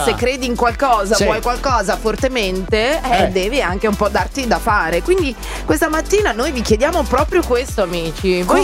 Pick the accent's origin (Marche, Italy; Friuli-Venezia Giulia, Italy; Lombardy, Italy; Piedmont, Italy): Lombardy, Italy; Milan; Sono milanese.